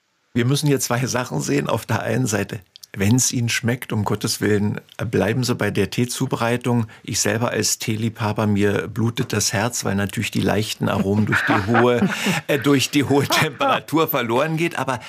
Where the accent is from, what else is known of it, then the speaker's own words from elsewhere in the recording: Berlin, Germany; Ich komme ja nun aus Berlin